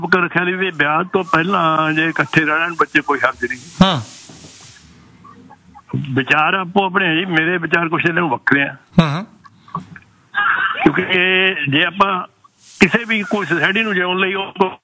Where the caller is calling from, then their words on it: Canada; ਮੈਂ ਵੀ ਕੈਨੇਡਾ, ਮੈਂ ਕੈਨੇਡਾ ਦੇ ਰਹਿਣਾ ਜੀ